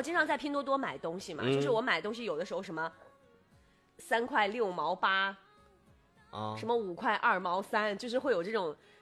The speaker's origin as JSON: {"language": "Chinese", "country": "China", "said": "我们中国人"}